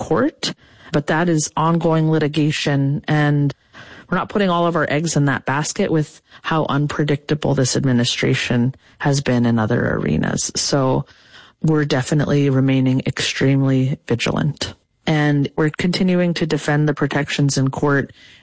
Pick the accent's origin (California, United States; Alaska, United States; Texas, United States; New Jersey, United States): Alaska, United States; Clark's Point; Yeah, my grandmother was Manchoq when I was raised with her in Clark's Point in Bristol Bay.